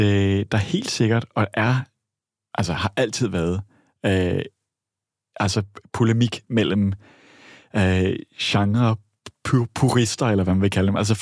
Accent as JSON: {"language": "Danish", "country": "Australia", "second_language": "Danish", "moved": "yes", "lives_now": "Denmark", "said": "også som australier egentlig, at komme til Danmark"}